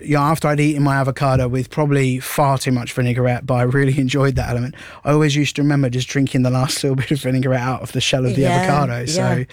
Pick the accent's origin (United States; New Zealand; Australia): Australia; moved away; coming from my home country.